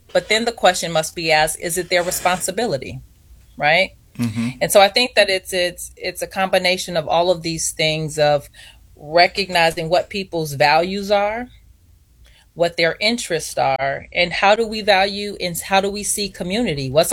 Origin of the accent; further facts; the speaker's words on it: Markham, Illinois, United States; I grew up in Markham, Illinois